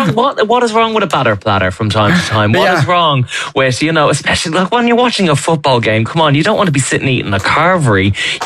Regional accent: Ireland; But, you know, at the end of the day, as Irish people, we love our ketchup, we love our mayo

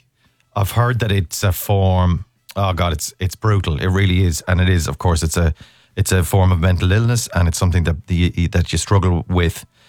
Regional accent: Ireland; Because he knows that I'm Irish.

